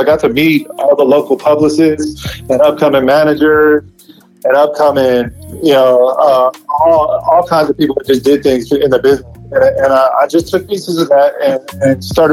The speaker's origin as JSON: {"language": "English", "area": "Bay Area", "region": "California", "country": "United States", "tie": "born or raised there", "said": "growing up in the Bay Area"}